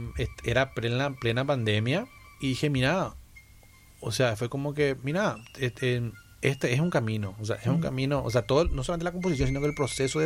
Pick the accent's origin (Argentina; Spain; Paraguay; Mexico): Paraguay; Soy paraguayo, tengo la sangre guaraní.